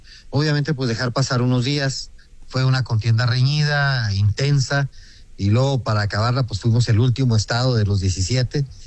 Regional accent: Ciudad Juárez, Chihuahua, Mexico; born there; yo nací en Ciudad Juárez hace 57 años.

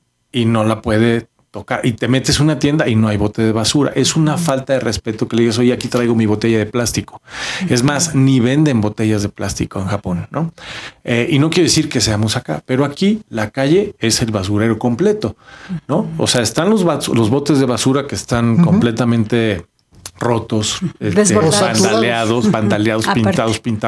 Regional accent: Mexico; así somos los mexicanos.

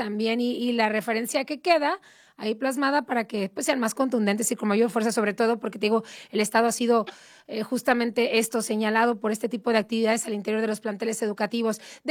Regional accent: Mexico; cómo somos los mexicanos, ¿no?

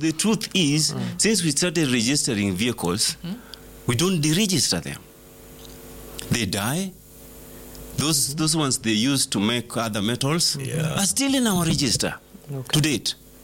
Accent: Kenya; I'm Kenyan.

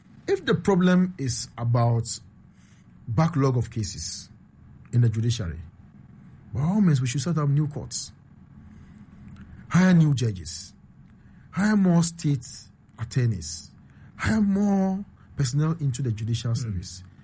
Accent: Nima, Greater Accra, Ghana; As a little boy growing up in Nima, I remember we had what we call the PDCs, People Defense Committees.

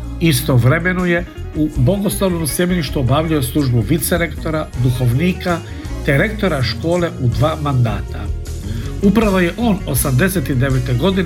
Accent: Primorje-Gorski Kotar County, Croatia; svi vi koji smo rodom sa Cresa iz Lošinja

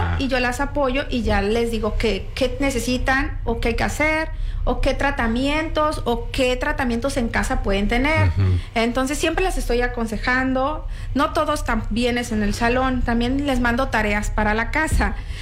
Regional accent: Tabasco, Mexico; moved away; me animé a emprender aquí en Tabasco, en mi tierra, porque pues ya tenía 11 años fuera.

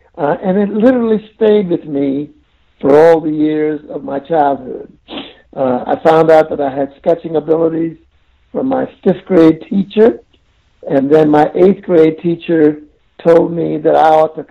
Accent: South Carolina, United States; born there; I was born in Charleston County, South Carolina, to my parents

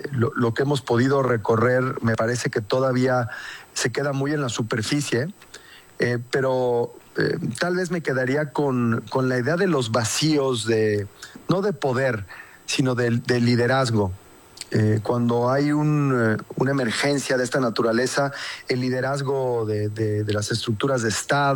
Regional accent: Mexico; Como mexicano, estar en medio de de una zona de desastre provocada por un terremoto, pues es recordar muchísimas cosas

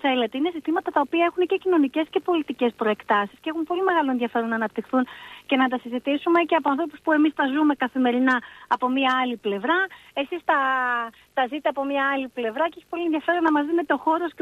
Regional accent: Kefalonia, Ionian Islands, Greece; Εγώ είμαι Κεφαλονίτισσα, αλλά ο άντρας μου είναι από την Άξο.

